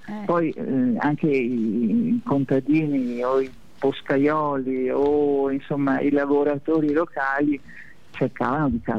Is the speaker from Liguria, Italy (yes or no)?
no; Belluno, Veneto, Italy; now in Asiago, Italy; come veneta, come persona che in realtà sono bellunese, quindi per me sono stata trapiantata ad Asiago